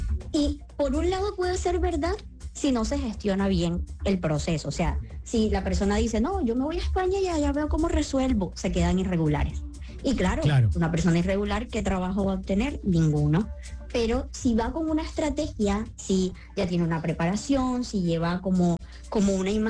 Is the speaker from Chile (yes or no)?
no; Colombia; como colombiano, uno decora las palabras y se echa 3 años para decir una cosa. Aquí es directo, seco.